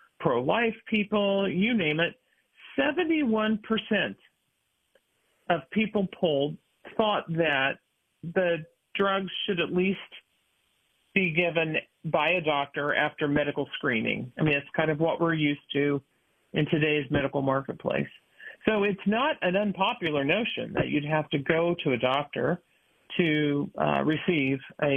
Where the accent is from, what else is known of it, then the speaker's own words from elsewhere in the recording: Indiana, United States; where that case is, Texas, my home state of Indiana.